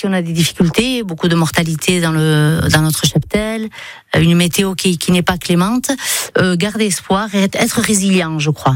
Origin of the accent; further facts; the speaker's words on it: Ascain, Nouvelle-Aquitaine, France; je suis d'Askin, j'ai été élevée à Askin, je suis d'ici.